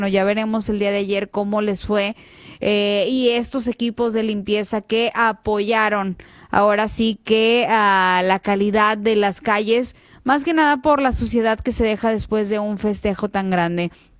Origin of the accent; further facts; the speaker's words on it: Mexico; como México, como mexicanos unidos